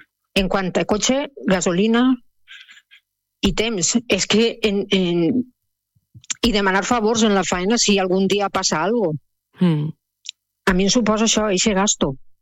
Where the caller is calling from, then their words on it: Pego, Valencian Community, Spain; jo sóc de Pego, del meu poble també